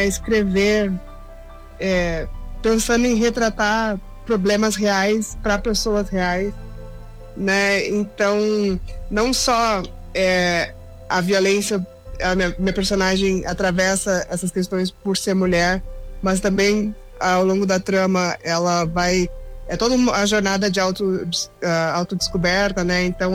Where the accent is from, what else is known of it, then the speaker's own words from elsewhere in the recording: Balneário Camboriú, Santa Catarina, Brazil; also born or lived in Passo Fundo; now in Curitiba, Brazil; Sim, eu nasci no Rio Grande do Sul, né? Morei até mais ou menos metade da minha vida em Passo Fundo, Rio Grande do Sul, e me criei basicamente em Balneário Camboriú, Santa Catarina, para depois, na vida adulta, morar em Curitiba